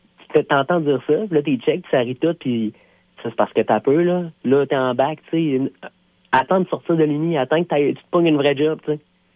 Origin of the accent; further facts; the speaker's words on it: Quebec City, Quebec, Canada; j'ai grandi à Charlebourg, là.